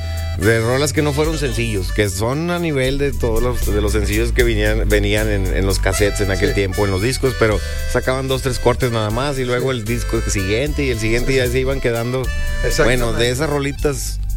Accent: Nuevo León, Mexico; born there; moved away; En La Conquista, compadre, en el municipio de Los Romos, Nuevo León.

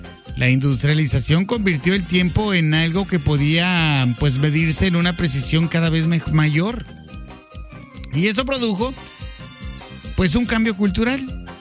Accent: Moctezuma, Sonora, Mexico; moved away; Yo me acuerdo cuando era morrito, sí, porque una vez fui morrito, déjeme decirle, en mi pueblo de Tangamandapio, allá, en Moctezuma, Sonora

